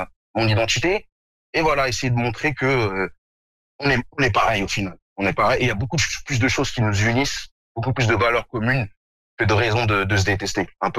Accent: Zagora, Drâa-Tafilalet, Morocco; J'ai toujours une bonne réputation grâce à la région de Zagora de laquelle je suis originaire.

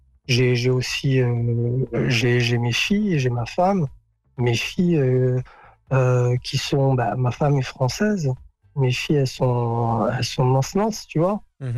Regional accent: Beni Mellal, Béni Mellal-Khénifra, Morocco; Et là, je revois les images de quand j'étais gamin, qu'on était au Gdam el-Bab à Beni Mellal, sur Bouachouch

